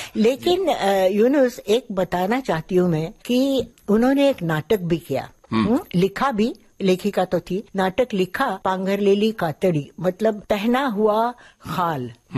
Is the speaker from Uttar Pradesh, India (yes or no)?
yes; Lucknow, Uttar Pradesh, India; born there; اور اس لیے لکھنؤ میں میری پیدائش لکھنؤ کی ہے.